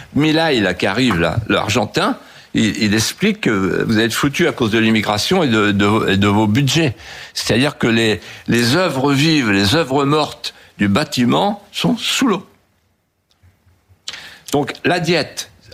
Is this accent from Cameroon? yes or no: no; France; Je suis français, j'ai envie de rester français, j'ai envie qu'on me parle de la France